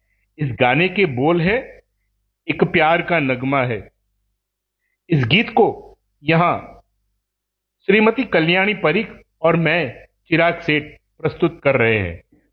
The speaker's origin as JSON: {"language": "Hindi", "region": "Gujarat", "country": "India", "said": "दोस्तों, एक गुजराती होने के नाते मुझे इस बात का सदा गौरव रहेगा कि … हमारे गुजरात के दामाद थे।"}